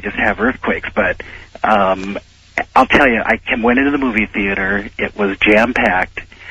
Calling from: Seattle, Washington, United States; calling from Seattle, KOMO.

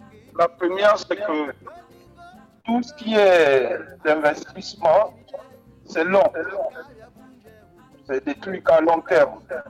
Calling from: Gabon; nous, les citoyens, que nous sommes gabonais.

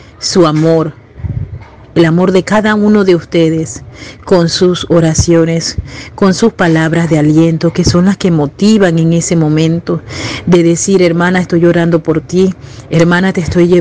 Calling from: Colombia; de Colombia.

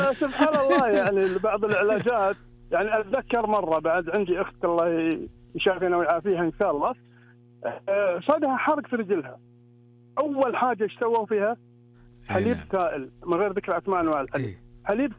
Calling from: Dammam, Eastern Province, Saudi Arabia; من الدمام،

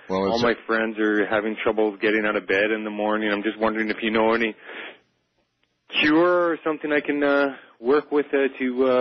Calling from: Winnipeg, Manitoba, Canada; I'm calling from Winnipeg.

